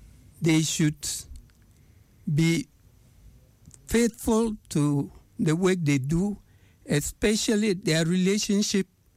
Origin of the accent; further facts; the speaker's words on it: Jirapa, Upper West, Ghana; also born or lived in Wa; my hometown, Jirapa.